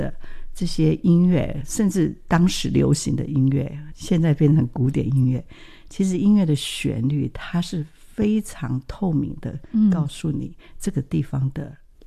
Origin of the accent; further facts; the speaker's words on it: Taiwan; 我是台湾的人